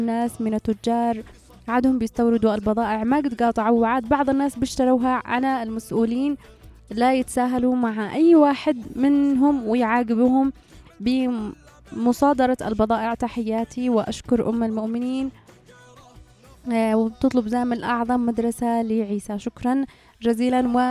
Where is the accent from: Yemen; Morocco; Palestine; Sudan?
Yemen; واجبنا تشجيع المنتجات منتجات بلادنا اليمن، فيها الخيرات